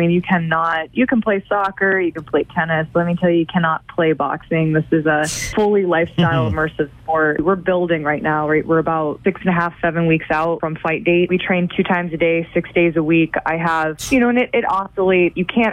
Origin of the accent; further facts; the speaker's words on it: Maine, United States; I grew up in Oxford Hills, Maine.